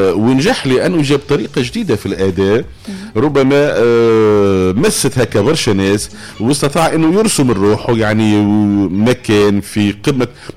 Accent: Tunisia

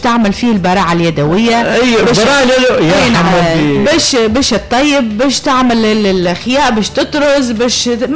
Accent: Tunisia; عنا الكشافه التونسيه

